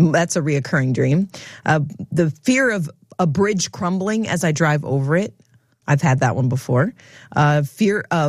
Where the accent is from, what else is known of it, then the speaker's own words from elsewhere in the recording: Midwest, United States; I grew up in the Midwest, so tornadoes were the thing that...